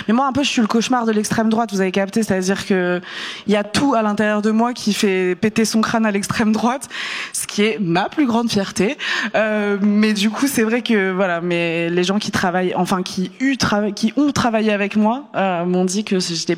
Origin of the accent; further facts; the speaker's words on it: Pays de la Loire, France; born there; also born or lived in Algeria; Moi, je suis née en Algérie en plus, donc j'ai vraiment vu le grand écart entre les deux. Je rappelle la Vendée, voilà, mon adolescence, c'était compliqué.